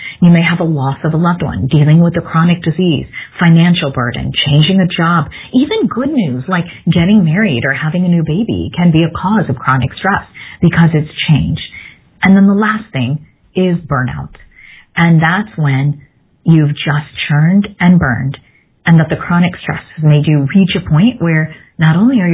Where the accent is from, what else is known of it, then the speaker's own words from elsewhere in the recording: Midwest, United States; if you've ever had to drive on ice like I did growing up in the Midwest